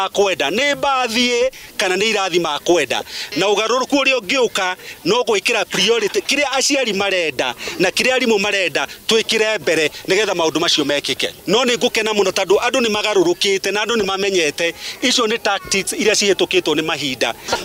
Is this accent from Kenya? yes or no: yes; Kenya; tuwaombi sisi ni wa Kenya kama nyinyi na tunasema jamii zote ziko pale tipis